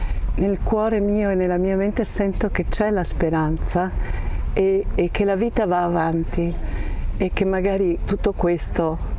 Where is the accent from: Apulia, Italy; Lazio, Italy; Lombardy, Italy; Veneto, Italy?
Veneto, Italy; Padua; Vengo da Padova.